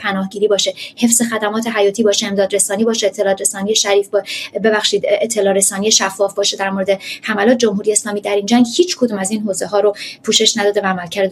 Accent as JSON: {"language": "Persian", "country": "Iran", "tie": "born or raised there", "said": "ما همه ماها به یادمون هست ماهایی که در ایران سالها رو بزرگ شدیم ما در زیرزمین خونه های خودمون که انقدر امن نبود در واقع پناه میگرفتیم"}